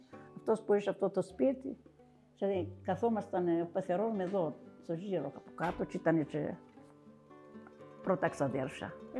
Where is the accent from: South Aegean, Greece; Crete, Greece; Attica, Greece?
Crete, Greece; Vorizia; Εγώ ήμουν και από τα Βορίζα, δεν ήξερα και πολλά.